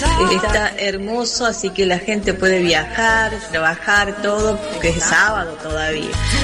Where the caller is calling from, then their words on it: Santa Eufemia, Córdoba, Argentina; de Santa Eufemia, provincia de Córdoba